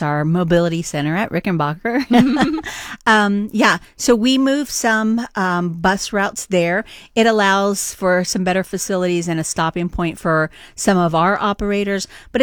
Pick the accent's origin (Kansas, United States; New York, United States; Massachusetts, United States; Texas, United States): Texas, United States; Dallas; Amy, I am originally from Dallas, Texas, where I rode the bus to from middle school all the way to high school.